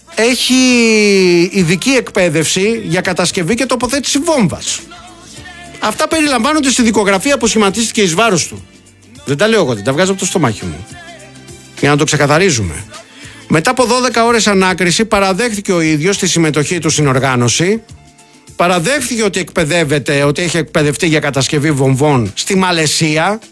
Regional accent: Molaoi, Peloponnese, Greece; αλήθεια που λέμε και στο χωριό μου, το λέμε και εμένα και εμείς στο χωριό μου και στους Μολάους το λέμε το by the book

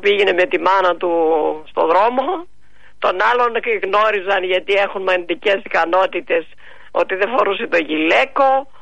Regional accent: Ioannina, Epirus, Greece; moved away; τα ωραία Γιάννενα, τρελαίνομαι για τα Γιάννενα. Καλά, δεν πέφτω κάτω καθόλου, επειδή είναι η πατρίδα μου.

